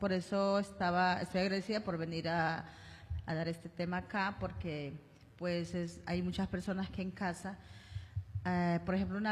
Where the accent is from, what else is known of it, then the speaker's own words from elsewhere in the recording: Colombia; moved away as an adult; now in Manta, Ecuador; Soy de Colombia y ya tengo 20 años aquí en esta hermosa ciudad que es Manta, Manabí.